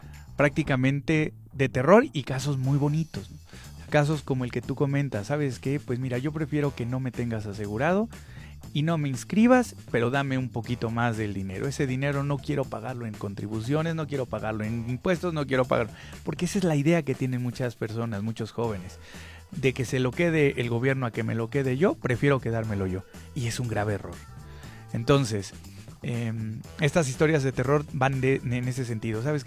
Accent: Mexico; como mexicanas y como mexicanos

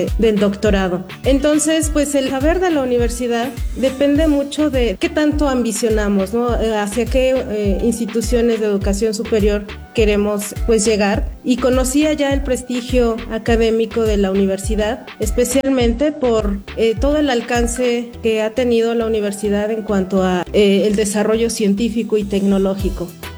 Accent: Tlanalapa, Hidalgo, Mexico; yo soy originaria de Tlanalapa, Hidalgo, un municipio muy pequeño aquí en el estado.

